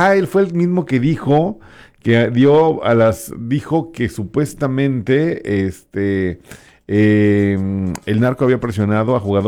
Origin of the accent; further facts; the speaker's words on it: Mexico; nosotros, que los mexicanos